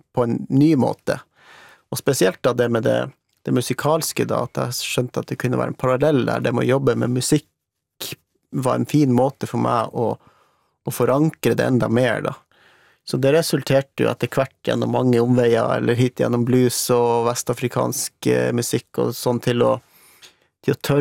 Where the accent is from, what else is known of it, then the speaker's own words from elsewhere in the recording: Kistrand, Finnmark, Norway; Jeg kommer jo fra Kistrand Tjodegeti på samisk, kommer fra en sjøsamisk familie som har vært liksom gjennom fornorskning og alt sånn